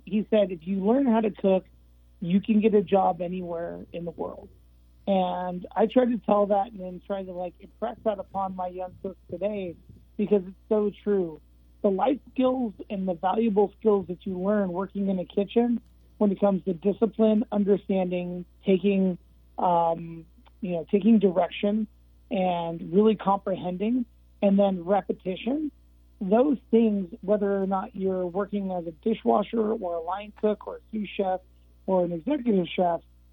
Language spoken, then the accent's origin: English; Las Vegas, Nevada, United States; Well, I'm born and raised in Las Vegas